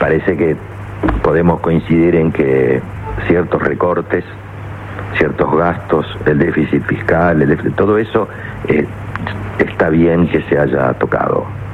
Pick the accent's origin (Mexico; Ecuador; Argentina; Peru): Argentina; now in Spain